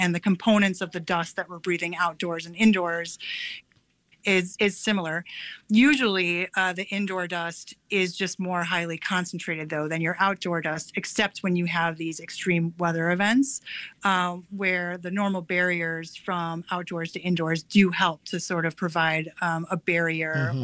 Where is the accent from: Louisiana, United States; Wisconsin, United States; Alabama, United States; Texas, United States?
Wisconsin, United States; Milwaukee; I'm from Milwaukee myself, so very nice to have the opportunity to talk to a fellow Wisconsinite.